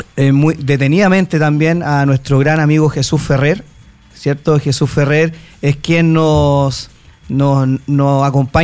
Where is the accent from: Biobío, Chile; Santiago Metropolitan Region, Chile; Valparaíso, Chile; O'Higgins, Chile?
Valparaíso, Chile; Santa María; Nosotros somos de Santa María.